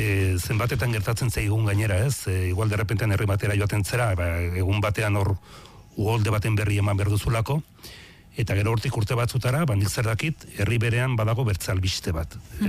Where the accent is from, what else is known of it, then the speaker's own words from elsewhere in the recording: Legasa, Navarre, Spain; Bai, ni Legazakoa naiz. Legaza da erritxiki bat, hor Bertizaranan.